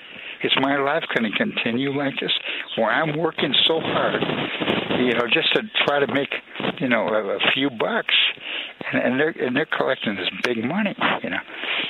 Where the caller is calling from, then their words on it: Chicago, Illinois, United States; Yeah, hi, Alex. Yeah, I'm just calling from Chicago.